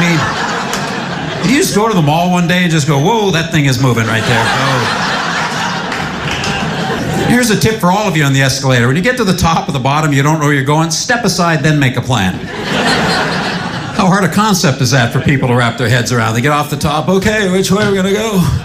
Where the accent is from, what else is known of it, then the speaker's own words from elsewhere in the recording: Seattle, Washington, United States; I'm from Seattle, marijuana's now legal.